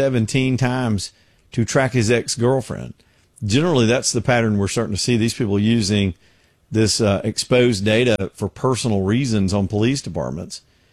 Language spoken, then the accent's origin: English; United States; Every little town in America, we had folks like this in my hometown growing up.